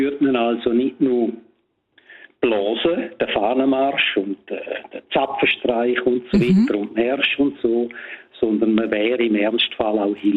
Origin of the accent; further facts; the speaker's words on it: Domat/Ems, Grisons, Switzerland; Weil damals hat es in dem Dorf, wo ich aufgewachsen bin, im bündnerischen Domadems, da hat es ein Fernsehsender gegeben.